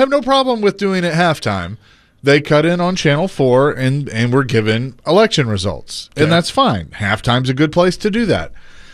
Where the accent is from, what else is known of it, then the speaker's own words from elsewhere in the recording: Bellevue, Tennessee, United States; I'm from Bellevue